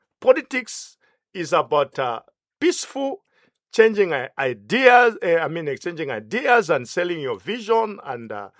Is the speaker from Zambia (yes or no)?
yes; Zambia; we are all Zambians